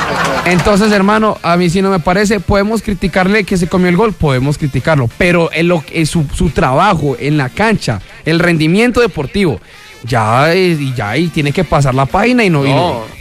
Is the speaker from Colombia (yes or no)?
yes; Colombia; Nosotros también soñábamos con seguir avanzando y sé la tristeza que hoy sentimos como colombianos.